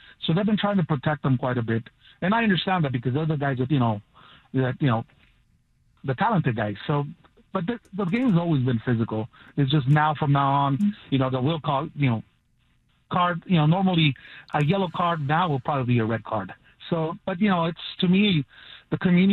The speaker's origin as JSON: {"language": "English", "country": "Mexico", "tie": "born or raised there", "also_born_or_lived": "Los Angeles, United States", "said": "Me growing up in, I was born in East LA, but they took me down to Mexico back in 1982. So I remember watching the World Cup in 1986 in Mexico."}